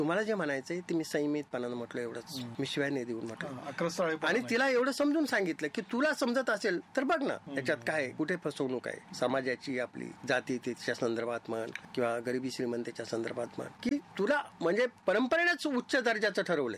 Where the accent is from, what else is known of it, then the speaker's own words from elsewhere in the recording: Ahmednagar district, Maharashtra, India; now in Chalisgaon, India; म्हणलं मी चाळीसगाव असतो. चाळीसगावच आहे का तू, म्हणलं नाही मी नगर जिल्ह्यातला आहे, पण मावशी म्हणलं माझी चाळीसगावला.